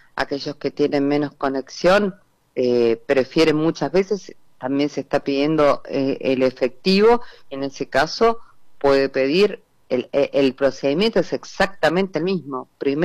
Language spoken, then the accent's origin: Spanish; San Martín de los Andes, Neuquén, Argentina; moved away; de donde vengo yo, de San Martín de los Andes